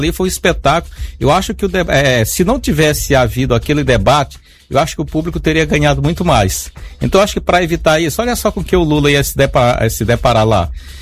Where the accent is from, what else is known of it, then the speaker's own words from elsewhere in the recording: Brazil; como cidadão, como brasileiro